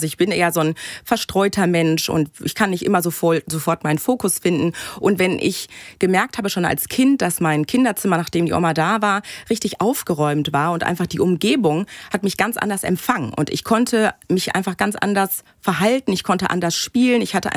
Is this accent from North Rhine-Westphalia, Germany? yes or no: yes; Bochum, North Rhine-Westphalia, Germany; born there; Ich komme gebürtig aus Bochum, richtig.